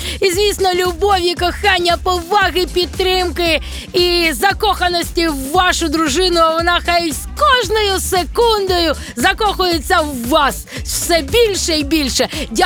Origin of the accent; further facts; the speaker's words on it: Kyiv, Ukraine; now in Vyshneve, Ukraine; моє рідне місто Київ.